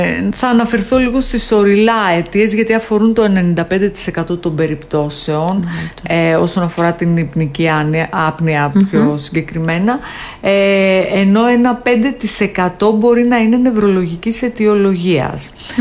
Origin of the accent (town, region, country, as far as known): Greece